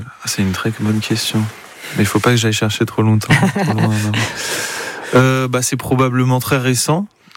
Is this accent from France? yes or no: yes; Île-de-France, France; je l'ai réalisé dans ma région natale, le sud de l'Essonne. Plutôt le nord, en l'occurrence, à Massy.